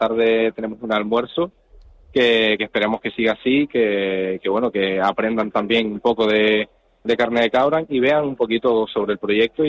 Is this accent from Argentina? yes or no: no; Canary Islands, Spain; Tenerife y, bueno, las Islas Canarias en general, tenemos turismo, tenemos playa, tenemos montaña, tenemos de todo y sobre todo buen comer